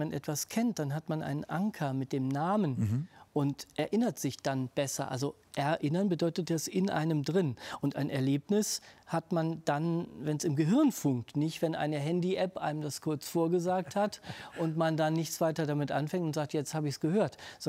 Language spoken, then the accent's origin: German; Solingen, North Rhine-Westphalia, Germany; Rheinland-Pfalz ist für mich absolut meine Heimat geworden. Also ich kann nicht mehr an die Wupper zurück, auch wenn die etwas sauberer geworden ist.